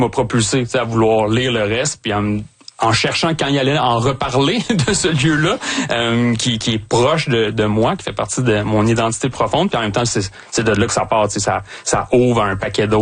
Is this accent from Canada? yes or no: yes; Pointe-aux-Trembles, Quebec, Canada; born or raised there